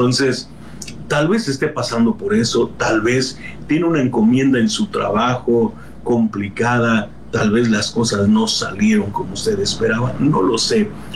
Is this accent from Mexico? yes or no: yes; Mexico; somos los mexicanos muy dados a tener para cada situación un dicho o un refrán